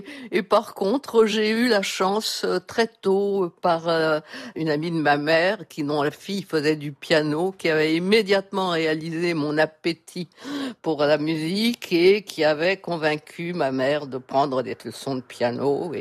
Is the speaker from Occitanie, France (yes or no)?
no; Paris, Île-de-France, France; born there; moved away; also born or lived in Nice; où mes parents habitaient toujours, je suis née à Paris